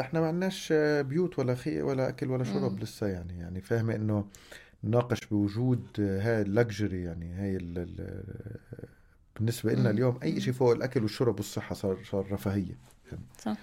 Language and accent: Arabic; Palestine